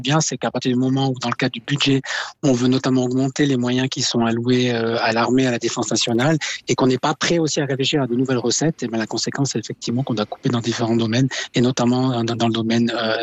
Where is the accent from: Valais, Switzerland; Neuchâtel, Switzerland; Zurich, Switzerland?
Valais, Switzerland; en tant que Valaisan